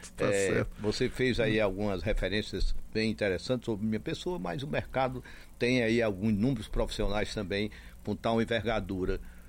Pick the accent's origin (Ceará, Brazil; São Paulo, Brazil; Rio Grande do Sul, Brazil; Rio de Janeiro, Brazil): Ceará, Brazil; Icó; born there; moved away as an adult; also born or lived in Brasília; Não, nasci no Icó.